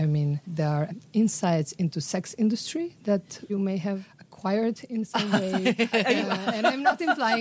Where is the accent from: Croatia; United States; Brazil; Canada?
Croatia; now in Paris, France; I'm originally from Croatia, but I live in Paris now.